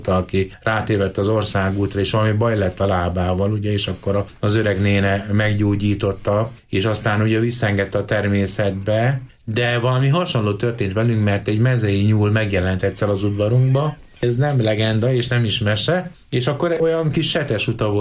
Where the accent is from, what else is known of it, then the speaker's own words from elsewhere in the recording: Domoszló, Heves, Hungary; moved away; also born or lived in Gyöngyös; ahogy én ott laktam konkrétan a Mátra lábánál, a Széchenyi utcában, Domoszlón. Kezdjük azzal, hogy eleve a Mátrában születtem Gyöngyösön